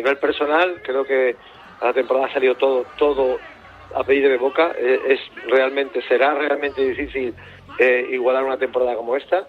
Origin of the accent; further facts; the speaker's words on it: Spain; siendo además español, quien no le da ilusión entrar a la selección española?